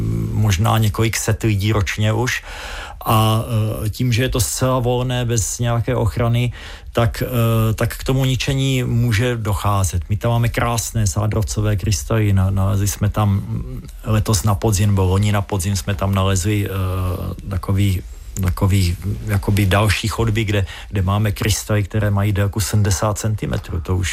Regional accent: Brno, South Moravian Region, Czechia; já jsem Brňák. Tak, tam musí být poznat z toho, jak mluvím

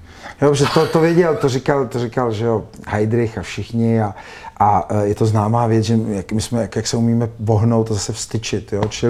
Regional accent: Russia; moved away; tak jsem utekl před tou válkou, je to složitý, mohli jsme si o tom vyprávět týdny. Ale proč jako já Rus jsem špatný?

